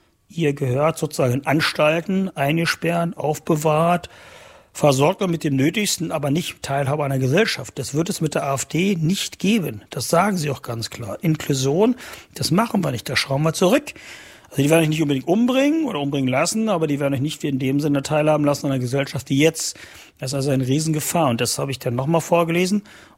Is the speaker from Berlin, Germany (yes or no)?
no; Saxony-Anhalt, Germany; Ich bin hier in der Altmark geboren und groß geworden. Ich hatte eine wunderschöne Kindheit und Jugend. Und was ich immer schon sehr an der Altmark geschätzt habe, ist also sehr viel Grün, sehr viel Natur.